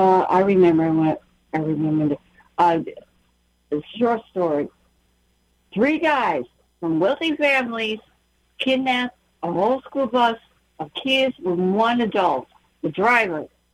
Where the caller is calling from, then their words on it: United States; Even though I'm a mixed heritage of our Heinz 57, some people say, I don't care. I'm American.